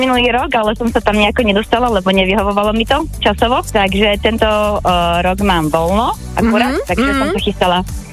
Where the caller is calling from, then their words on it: Martin, Žilina Region, Slovakia; Z Martina.